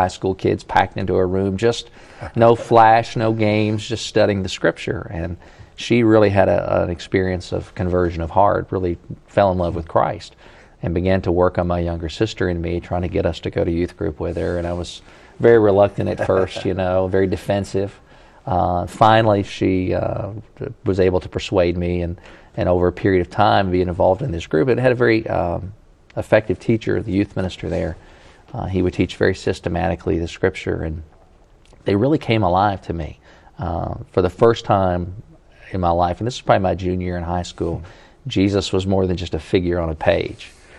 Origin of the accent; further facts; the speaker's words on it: Lexington, United States; My background, growing up in Lexington, I'm in my hometown. I grew up going somewhat sporadically to Baptist churches.